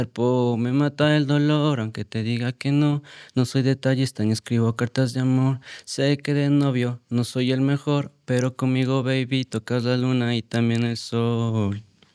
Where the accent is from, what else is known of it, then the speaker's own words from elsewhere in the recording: Quito, Pichincha, Ecuador; bueno, yo es como soy de Quito, Ecuador, allá hay mucha gente que me decía, es como un cariño que puedes